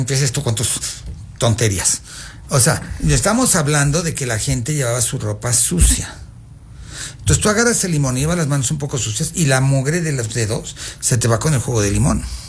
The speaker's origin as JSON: {"language": "Spanish", "town": "Coacalco", "region": "State of Mexico", "country": "Mexico", "said": "Yo soy de aquí, de Coacalco Ranch, donde..."}